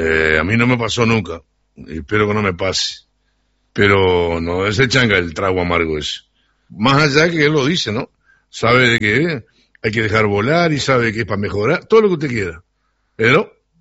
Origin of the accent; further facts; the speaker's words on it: Uruguay; Yo soy uruguayo y lo reconozco.